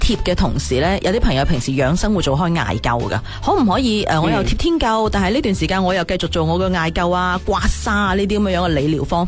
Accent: Guangdong, China

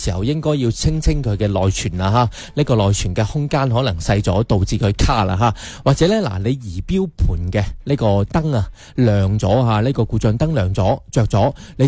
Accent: Guangdong, China; 咁我哋广东人聚餐好多啦，中意食宵夜啦

